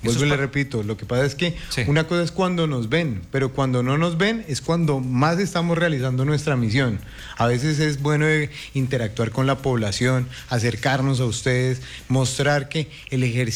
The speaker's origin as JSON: {"language": "Spanish", "country": "Colombia", "said": "y que estamos acá como colombianos, como ciudadanos colombianos también"}